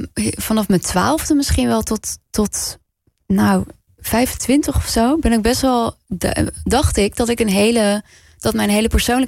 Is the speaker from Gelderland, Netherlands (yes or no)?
yes; Wijchen, Gelderland, Netherlands; Maar ik groeide op in Wijchen.